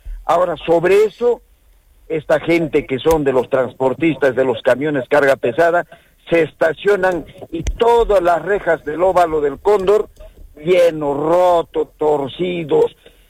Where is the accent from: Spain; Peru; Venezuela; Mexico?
Peru; Arequipa; no soy neto arequipeño, pero el 99% desde la niñez he radicado acá en Arequipa.